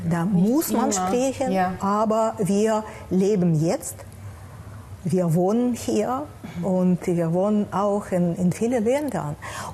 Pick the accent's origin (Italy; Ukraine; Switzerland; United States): Ukraine; German is a second language; moved away as an adult; now in Germany; aber wir kommen zusammen aus der Ukraine